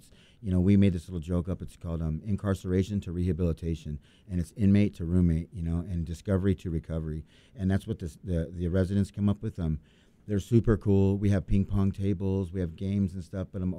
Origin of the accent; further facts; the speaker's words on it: Lake Havasu City, Arizona, United States; I'm from Lake Havasu.